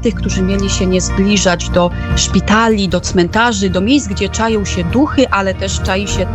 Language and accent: Polish; Lublin Voivodeship, Poland; now in Warsaw, Poland; ja jestem z Lubelszczyzny, z mojej miejscowości Lyki, ale mieszkamy w Warszawie